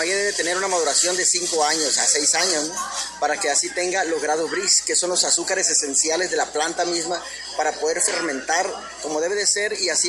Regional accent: Rosario Tesopaco, Sonora, Mexico; now in Ciudad Obregón, Mexico; Estamos en Ciudad Obregón, aunque somos de la Sierra de Rosario Tezopac, estamos en Ciudad Obregó

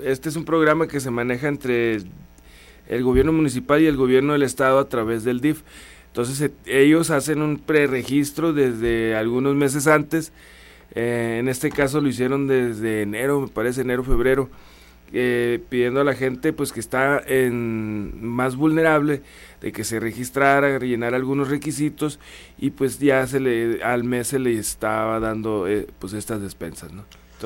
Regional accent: Nogales, Mexico; ni nosotros que somos de aquí de Nogales

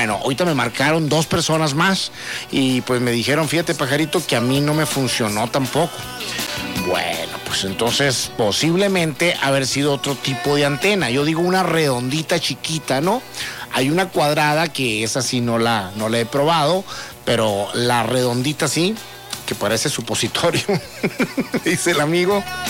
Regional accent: Navojoa, Sonora, Mexico; moved away; está bien feo el calorón por allá en mi tierra

